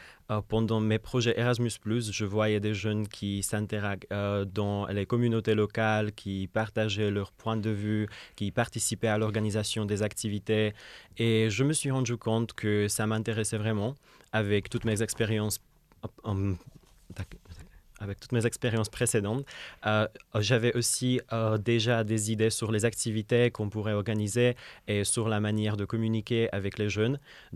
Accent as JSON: {"language": "French", "country": "Czechia", "second_language": "French", "moved": "as an adult", "lives_now": "France", "said": "j'ai 21 ans, je viens de la République tchèque"}